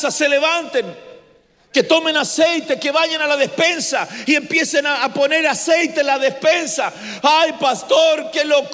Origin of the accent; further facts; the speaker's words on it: Chile; ahí estaba hablando de Chile, ahí estaba hablando de mi tierra